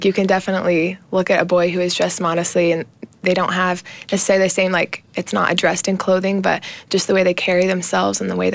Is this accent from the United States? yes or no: yes; American Fork, Utah, United States; I'm also from American Fork, Utah, and I love music and to sing and to dance